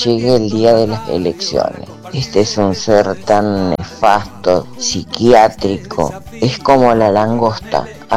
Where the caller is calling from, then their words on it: Lanús, Buenos Aires Province, Argentina; equipo … de Lanús.